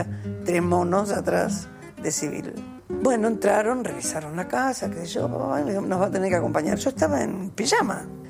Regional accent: Buenos Aires, Argentina; born there; also born or lived in Santiago del Estero; En Buenos Aires. Nos criamos en Santiago, prácticamente, porque yo siempre cuento que cuando todos mis amigos se iban a veranear a la costa o a Córdoba, nosotros íbamos a Santiago del Estero

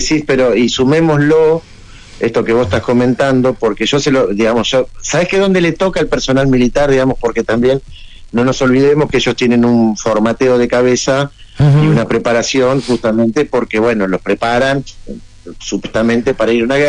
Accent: Berazategui, Buenos Aires Province, Argentina; soy un negrito de Berazategui

